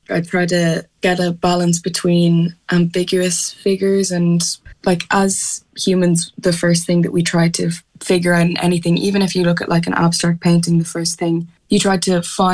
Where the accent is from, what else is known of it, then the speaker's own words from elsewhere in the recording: County Wicklow, Ireland; kind of looking into history of where I grew up in Wicklow